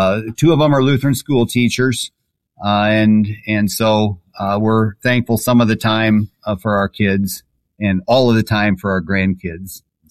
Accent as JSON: {"language": "English", "town": "Muscatine", "region": "Iowa", "country": "United States", "tie": "born or raised there", "also_born_or_lived": "Huntsville, Alabama", "said": "I grew up in Muscatine, Iowa. It's on the Mississippi River."}